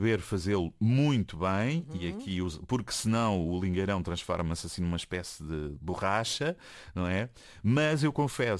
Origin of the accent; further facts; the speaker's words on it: Algarve, Portugal; now in Olhão, Portugal; eu sou algarvio, mas do outro lado da costa oeste